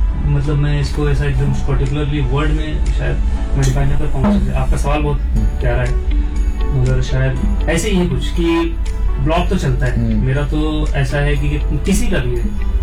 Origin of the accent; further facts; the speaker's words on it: Lucknow, Uttar Pradesh, India; मैं जैसे मैं लखनऊ से हूँ, तो उर्दू थोड़ी अच्छी ग्रिप है उर्दू पे, मगर उतनी भी अच्छी नहीं